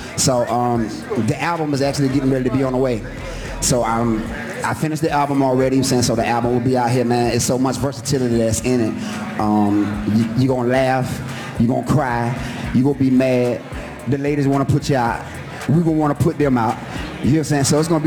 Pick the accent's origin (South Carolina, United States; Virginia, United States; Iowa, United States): South Carolina, United States; Wagener; the kid live at the building. I'm from Wagner, South Carolina.